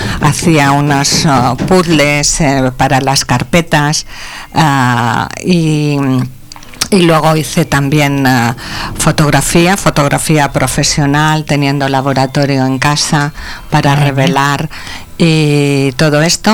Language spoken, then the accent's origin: Spanish; Palencia, Castile and León, Spain; born there; also born or lived in Cevico de la Torre; now in Barcelona, Spain; que es donde yo nací, en Palencia. Aunque luego pues me he ido a Barcelona, pero nunca he dejado el vínculo fantástico con Cevico de la Terre y por lo tanto Palencia.